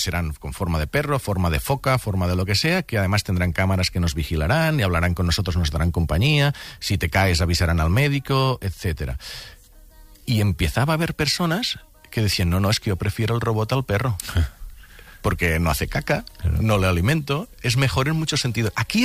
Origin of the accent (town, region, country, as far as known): Catalonia, Spain